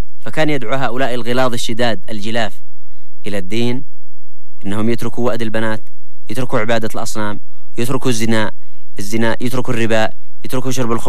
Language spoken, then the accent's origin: Arabic; Yemen; وأنا عايشين عندنا في اليمن